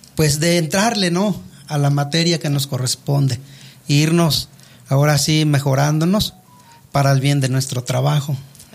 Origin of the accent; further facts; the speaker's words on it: Veracruz, Mexico; first language Nahuatl; Spanish is a second language; moved away; vengo del estado de Veracruz, también soy indígena, hablante de la lengua materna náhuatl.